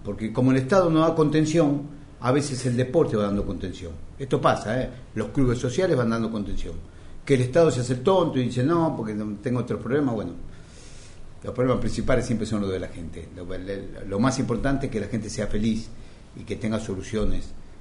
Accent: Buenos Aires, Argentina; lo habla un porteño en todo esto

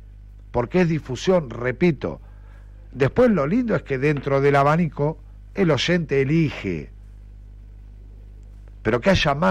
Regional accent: Tres Arroyos, Buenos Aires Province, Argentina; moved away; yo nací y me crié en aquella zona, en Tres Arroyos.

